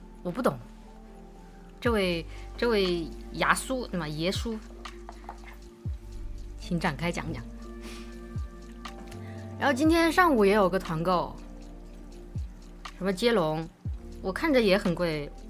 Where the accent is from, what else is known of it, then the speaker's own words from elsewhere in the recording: Chongqing, China; moved away; 因为我是重庆长大啊